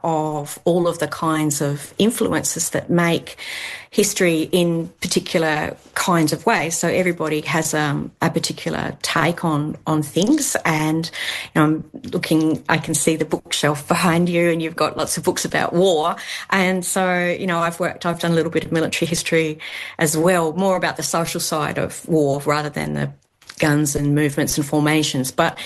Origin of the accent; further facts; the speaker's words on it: Tasmania, Australia; I was raised in Tasmania